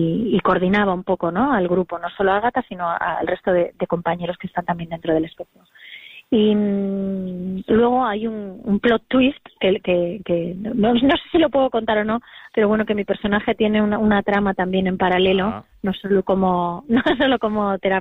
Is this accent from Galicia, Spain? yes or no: yes; Vigo, Galicia, Spain; moved away as an adult; now in Madrid, Spain; estar afincada en Madrid desde hace muchos años y poder venir a Vigo y rodar en mi tierra y con mi gente y que se vea mi ciudad.